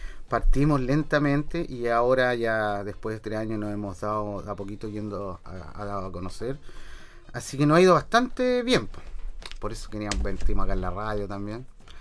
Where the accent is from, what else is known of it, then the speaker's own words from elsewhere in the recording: Santiago, Santiago Metropolitan Region, Chile; moved away as an adult; now in Longaví, Chile; Oriundo de Santiago, pero tengo gran familia acá en Longaví. Fue un sueño venirme a Longaví hace varios años ya. Se dio la oportunidad hace 3 años y volví acá.